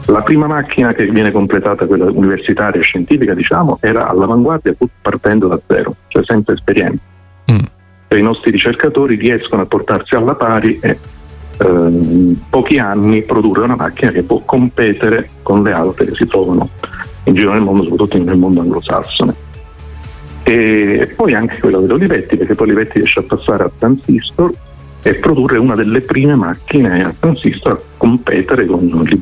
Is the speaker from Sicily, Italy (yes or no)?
no; Calabria, Italy; Io non sono toscano, sono calabrese, sono toscano di adozione